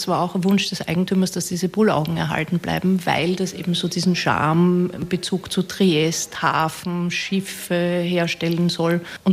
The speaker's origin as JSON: {"language": "German", "region": "Vienna", "country": "Austria", "tie": "born or raised there", "said": "Also ich bin ja eher im Süden Wiens aufgewachsen."}